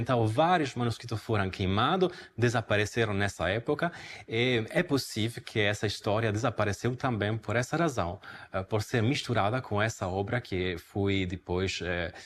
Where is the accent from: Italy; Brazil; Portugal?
Italy; moved away; also born or lived in France; eu sou italiano de origem, eu depois viajei e estudei na França